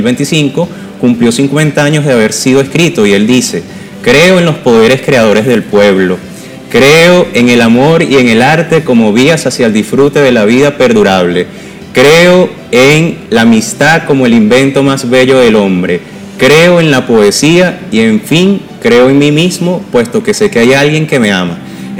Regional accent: Venezuela

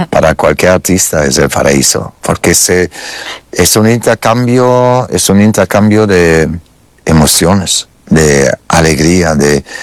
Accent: Germany; first language German; Spanish is a second language; Cuando yo nací en Alemania, hablo perfectamente alemán. Es mi idioma maternal. Cuando estaba en Alemania, era pequeño

